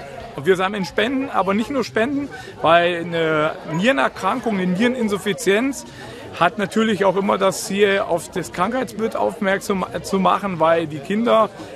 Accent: Annarode, Saxony-Anhalt, Germany; born there; Ich bin in Annarode geboren und habe natürlich auch noch ein großes Herz für meine Heimat

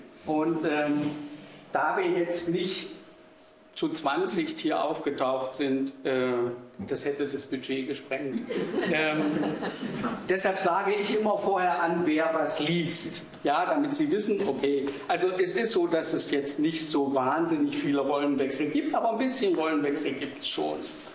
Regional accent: Dessau, Saxony-Anhalt, Germany; moved away; Ja, also wie Sie gehört haben, ich bin in Dessau geboren und auch aufgewachsen. Ich habe die Stadt verlassen, da hatte sie noch 100.000 Einwohner.

